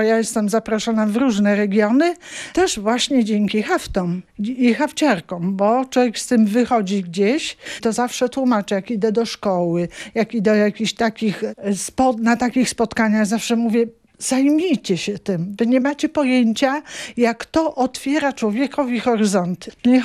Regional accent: Puck, Pomeranian Voivodeship, Poland; Mój dziadek urodził się w Pucku, mój ojciec urodził się w Pucku, ja się urodziłam w Pucku. My jesteśmy wszyscy od urodzenia razem z mężem Puczanami.

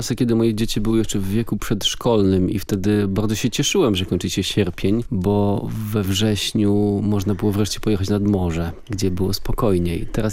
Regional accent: Warsaw, Masovian Voivodeship, Poland; Ja się urodziłem w Warszawie, wychowałem się w Warszawie. Przez całe życie jestem związany z tym miastem

